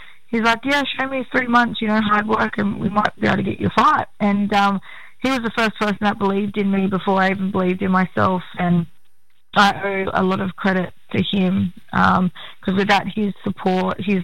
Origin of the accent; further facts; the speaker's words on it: Peak Hill, New South Wales, Australia